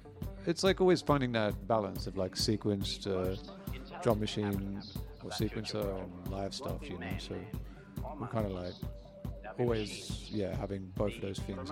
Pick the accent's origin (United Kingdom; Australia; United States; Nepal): Australia; Melbourne, Victoria; moved away as an adult; now in Berlin, Germany; So me and my partner Lewis on the label, we're both from Melbourne, Australia.